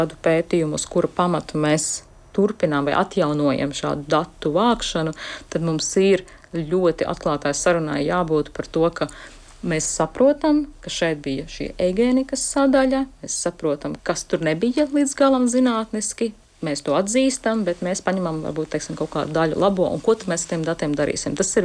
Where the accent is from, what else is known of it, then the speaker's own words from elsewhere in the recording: Riga, Latvia; es esmu balta, es esmu sieviete, es esmu heteroseksuāla, es esmu rīdziniece.